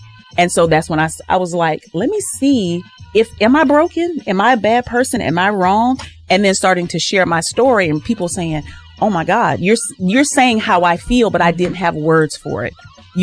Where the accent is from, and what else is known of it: Southern United States, United States; born or raised there